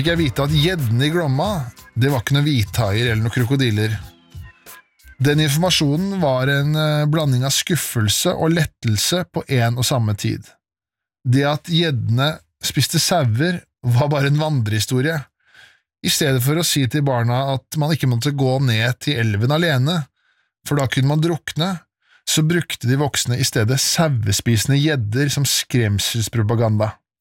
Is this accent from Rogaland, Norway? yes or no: no; Årnes, Akershus, Norway; oppveksten min på Årnes.